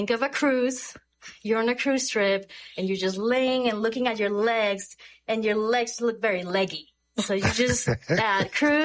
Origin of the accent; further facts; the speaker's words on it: Peru; moved away as an adult; now in Clear Creek County, United States; I'm originally from Peru. On December 2005, I came with an exchange program to work at Loveland Ski Area.